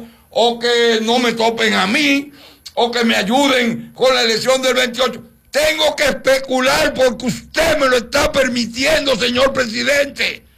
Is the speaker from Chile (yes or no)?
no; Dominican Republic; Y después, por mi país.